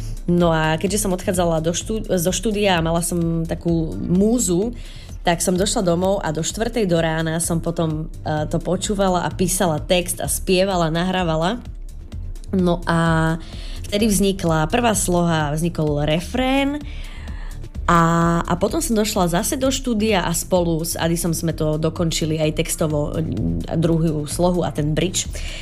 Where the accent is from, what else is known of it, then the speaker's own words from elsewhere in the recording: Bardejov, Prešov Region, Slovakia; born there; lebo ja som z Bardejova, ja som rodačka z Bardejova